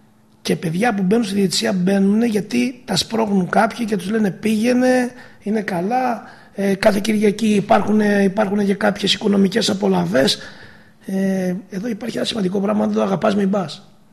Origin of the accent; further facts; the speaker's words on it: Eastern Macedonia and Thrace, Greece; Εγώ, παιδιά του Σαββατοκυριακού, επειδή είμαι από τον Εύρο, δεν φεύγω από τη Θήβα. Δεν φεύγω από τον τόπο μου, μένω εδώ.